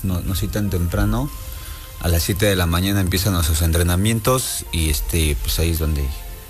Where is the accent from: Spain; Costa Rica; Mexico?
Mexico; San Pedro Cholula, Puebla; De aquí, originario de Puebla.